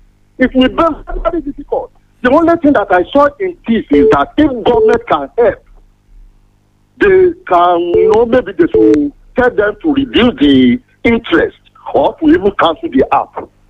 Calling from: Kogi, Nigeria; I'm calling from Kogi.

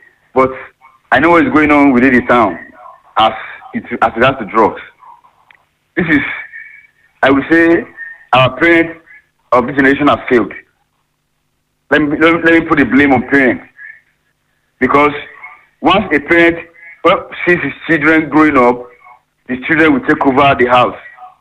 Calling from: Owo, Ondo, Nigeria; from Owo.

